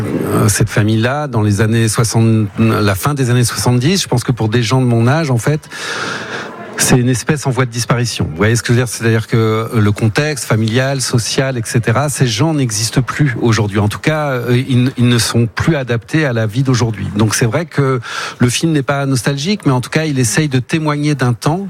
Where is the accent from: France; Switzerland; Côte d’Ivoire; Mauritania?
France; Brittany; Moi, je viens de Bretagne.